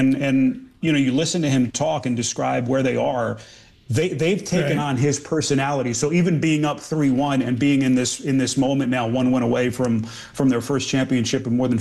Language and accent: English; New Jersey, United States; as a teenager growing up in North Jersey during that incredible era of Knicks basketball